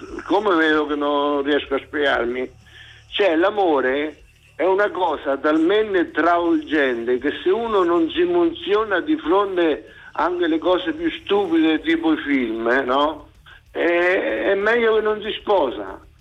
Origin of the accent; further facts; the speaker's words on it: Macerata, Marche, Italy; Io infatti dico a tutti che sono di Civitanova Marche, perché Macerata proprio tende a esaltare il dialetto maceratese.